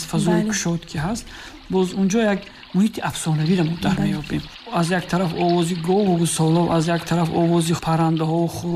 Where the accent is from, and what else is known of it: Districts of Republican Subordination, Tajikistan; moved away as an adult; now in Dushanbe, Tajikistan